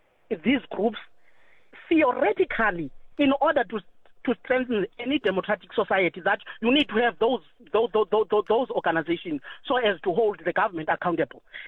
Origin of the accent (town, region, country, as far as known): South Africa